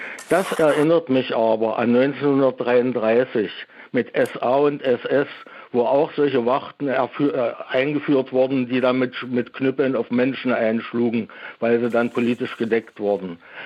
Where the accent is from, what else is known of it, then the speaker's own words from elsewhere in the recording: Saxony-Anhalt, Germany; now in Dresden, Germany; Ja, ich stamme übrigens aus Sachsen-Anhalt, lebe aber in Dresden jetzt.